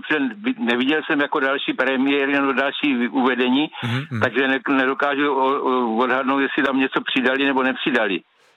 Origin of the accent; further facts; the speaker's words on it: Brno, South Moravian Region, Czechia; Já jsem původem z Husovic